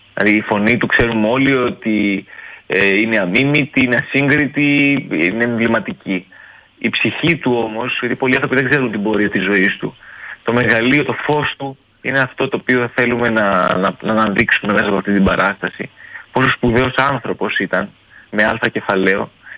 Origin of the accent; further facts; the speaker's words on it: Crete, Greece; λόγω και της καταγωγής μου, είμαι από την Κρήτη, γέννημα Θρέμα